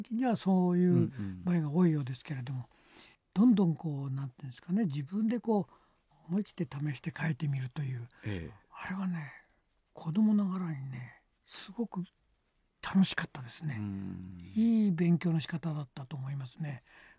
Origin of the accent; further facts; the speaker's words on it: Hokkaido, Japan; ただ私は北海道の出身なんですが、北海道はそういう傾向があるのか